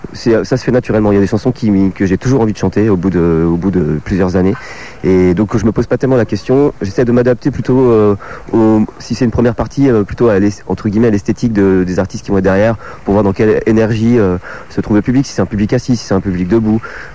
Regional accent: Nancy, Grand Est, France; Moi, je viens de Nancy.

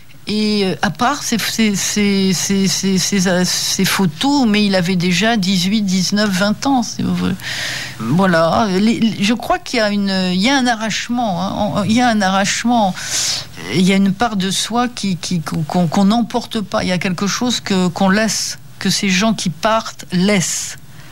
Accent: France; born there; Moi, je suis née en France, je suis complètement française, j'ai une part italienne

